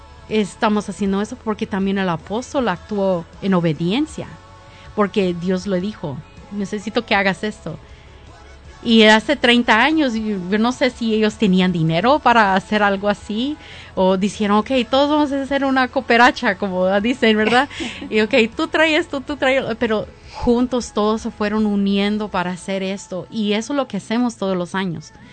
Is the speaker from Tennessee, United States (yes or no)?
yes; Tennessee, United States; born there; yo estoy en mi país, yo nací aquí.